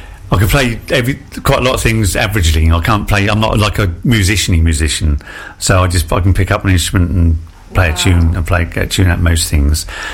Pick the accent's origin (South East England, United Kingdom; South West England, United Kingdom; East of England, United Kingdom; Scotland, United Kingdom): East of England, United Kingdom; Ipswich; moved away as an adult; also born or lived in London